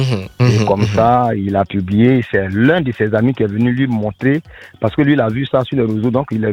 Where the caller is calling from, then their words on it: Brofodoumé, Abidjan, Côte d’Ivoire; J'appelle de Brofodoumé.